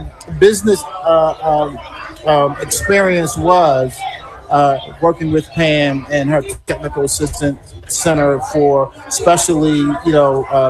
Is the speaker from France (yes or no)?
no; Philadelphia, Pennsylvania, United States; Now I'm born and raised in Germantown. I'm from Uptown.